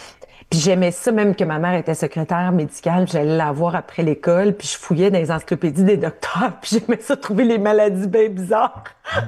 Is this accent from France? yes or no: no; Ontario, Canada